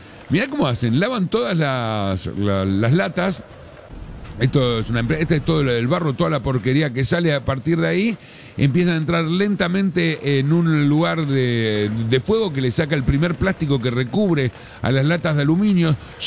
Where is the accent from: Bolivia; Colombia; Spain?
Bolivia; Yo como boliviano, 8:30 ya estamos cenando